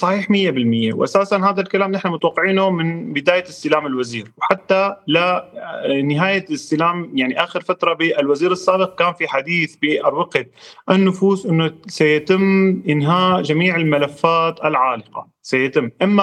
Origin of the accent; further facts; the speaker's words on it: Syria; now in Turkey; نحن كسوريين